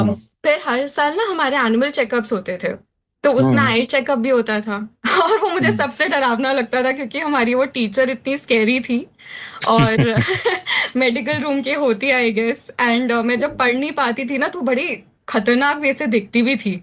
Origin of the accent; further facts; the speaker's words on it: Delhi, India; moved away as an adult; now in Kolkata, India; So originally मैं दिल्ली से हूँ एंड शादी के बाद ही मैं कोलकाता शिफ्ट हुई.